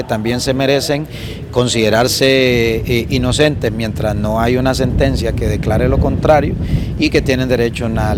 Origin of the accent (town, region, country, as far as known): Honduras